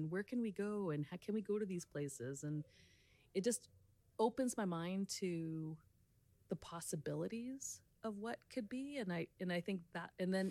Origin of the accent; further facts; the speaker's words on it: British Columbia, Canada; It was really a displacement, even though I'm from British Columbia. Like, you know, I've always been by the ocean, and now being here in the central interior